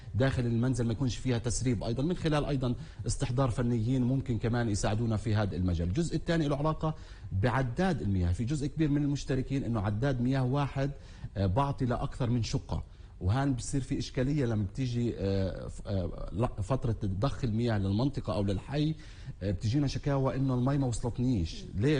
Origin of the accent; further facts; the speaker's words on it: Palestine; للأسف احنا كفلسطينيين بشكل عام الاحتلال، وبديش أحط دائما الاحتلال شماعة على كل الأمور